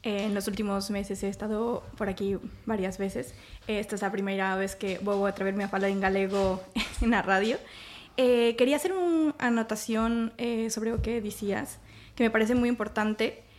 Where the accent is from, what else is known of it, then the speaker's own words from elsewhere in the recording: Mexico; Galician is a second language; Eu son mexicana.